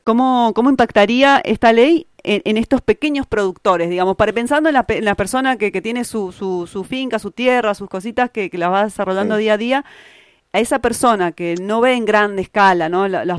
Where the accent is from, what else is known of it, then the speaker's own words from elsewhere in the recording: Argentina; Sí, estaba pensando, digamos, en cuáles son las riquezas como pueblo argentino, qué es lo que no, digamos, con qué los y las argentinas no cotidianamente no trabajamos, con qué construimos